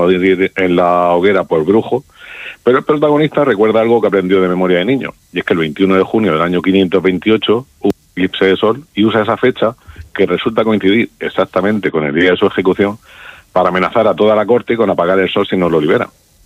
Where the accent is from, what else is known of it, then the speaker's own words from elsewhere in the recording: Mula, Region of Murcia, Spain; Pues yo lo voy a ver en mi tierra, yo lo voy a ver en Mula